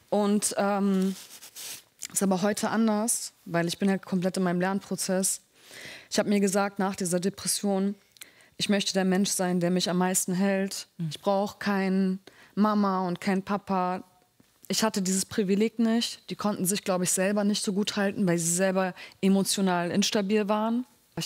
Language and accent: German; Berlin, Germany; ich komme aus Berlin-Moabit. Das war mal sehr laut, sehr viele Türken, sehr viele Araber im Haus. Ich habe drei Geschwister, ich bin mit wenig Geld groß geworden und beide Eltern halt irgendwie aus ganz einfachen Verhältnissen.